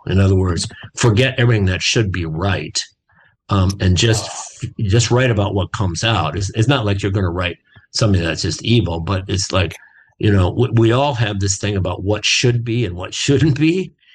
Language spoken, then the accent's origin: English; Austin, Minnesota, United States; born or raised there